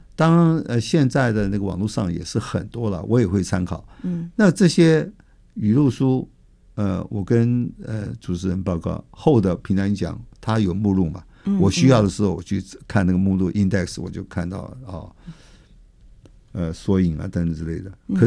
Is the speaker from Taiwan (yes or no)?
no; China